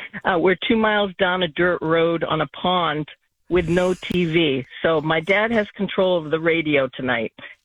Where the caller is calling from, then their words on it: Massachusetts, United States; I'm from Mass, but I'm in Central Maine on vacation.